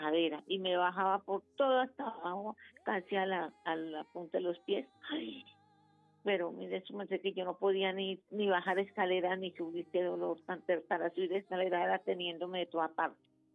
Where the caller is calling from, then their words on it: Bogotá, Bogotá D.C., Colombia; Aquí en Bogotá, en Bogotá.